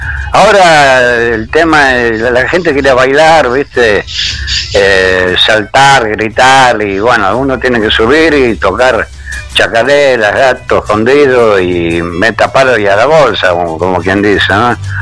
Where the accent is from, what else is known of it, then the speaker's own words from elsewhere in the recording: Bernal, Buenos Aires Province, Argentina; yo soy de Bernal, que es partido de Quilmes, de la provincia de Buenos Aires.